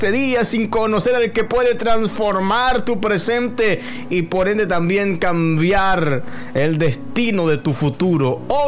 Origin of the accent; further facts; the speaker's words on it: El Salvador; somos testigos, los salvadoreños